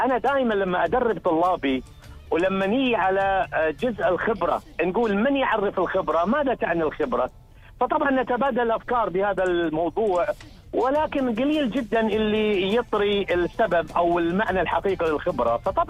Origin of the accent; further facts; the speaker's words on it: Jordan; now in United Arab Emirates; من الأردن.